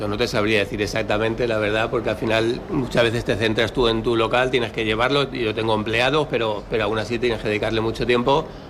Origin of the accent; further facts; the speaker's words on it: Guadalajara, Castilla-La Mancha, Spain; nosotros somos de Guadalajara